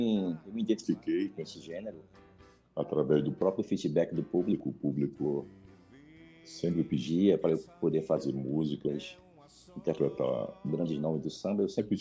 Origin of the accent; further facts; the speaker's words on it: Vitória de Santo Antão, Pernambuco, Brazil; now in Recife, Brazil; Eu sou natural da cidade de Vitória Santantão, aqui pertinho, na Zona da Mata. Sim. 55 quilômetros, mais ou menos.